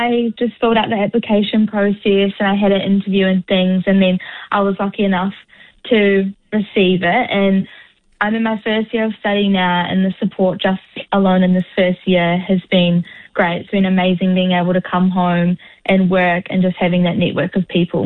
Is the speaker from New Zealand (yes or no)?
yes; West Coast, New Zealand; born there